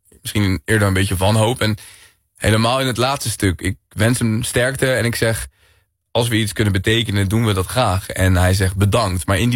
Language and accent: Dutch; Colombia; moved away; Ik kom uit Colombia.